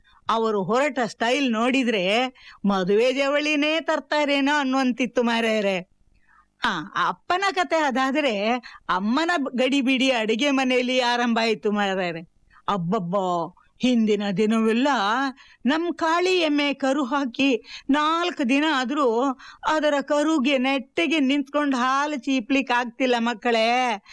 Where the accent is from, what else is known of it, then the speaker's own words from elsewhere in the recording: Kalasa, Karnataka, India; ಮಲೆನಾಡಿನ ಹಚ್ಚ ಹಸಿರು ಹೊತ್ತು ಕಂಗೊಳಿಸುತ್ತಿರುವ ಕಳಸದ ಹಳ್ಳಿ ನನ್ನ ಊರು.